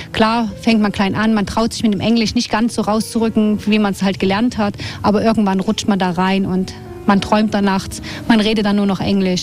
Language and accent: German; Leipzig, Saxony, Germany; moved away as an adult; also born or lived in Amrum / Sylt / Switzerland / Ireland; now in Tannheim, Austria; Ich bin in Leipzig geboren, habe meine Schule alles gemacht, habe dann meine Ausbildung auf Amrum gemacht, oben an der Nordsee, habe ein Jahr noch auf Sylt gearbeitet danach und danach halt in die Schweiz für ein Jahr, dann ein halbes Jahr Österreich